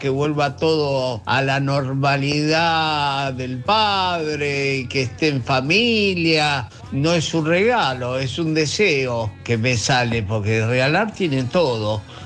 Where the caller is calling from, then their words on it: Buenos Aires, Argentina; de Caballito